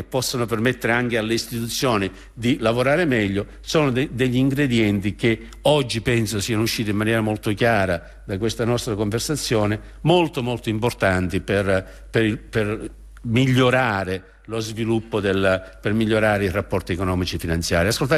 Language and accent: Italian; Australia; Io sono australiano di origine italiana